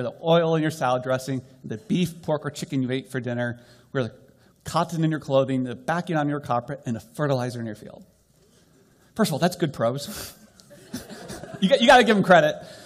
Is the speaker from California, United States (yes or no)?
no; Iowa, United States; why are all the silos I grew up in Iowa, why are they all gone or collapsing?